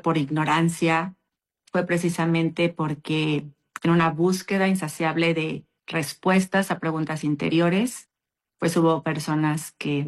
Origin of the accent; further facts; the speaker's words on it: León, Guanajuato, Mexico; born there; soy mexicana, nacida en la ciudad de León, Guanajuato, un 21 de febrero de 1980, próxima a cumplir un año más de vida